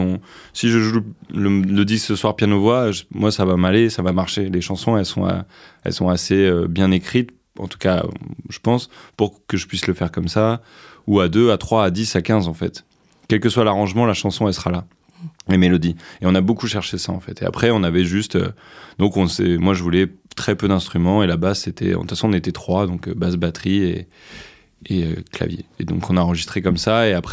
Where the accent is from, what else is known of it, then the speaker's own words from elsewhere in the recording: Normandy, France; moved away; je vais essayer de faire retourner un peu là où j'ai grandi dans l'Orne.